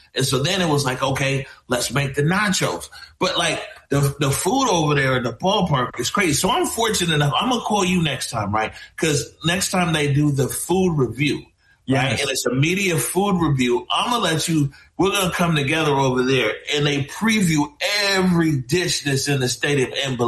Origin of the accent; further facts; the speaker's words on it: Seattle, Washington, United States; I grew up in the Central District of Seattle. And we'd walk down Jackson. I grew up on 23rd and Jackson.